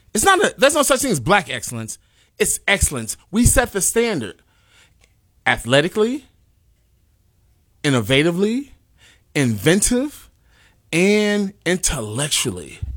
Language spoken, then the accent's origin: English; India; I'm from India.